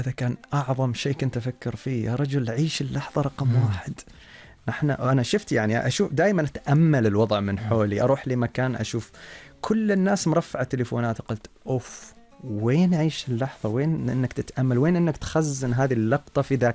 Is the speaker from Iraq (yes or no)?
no; Oman; أنا من سلطنة عمان.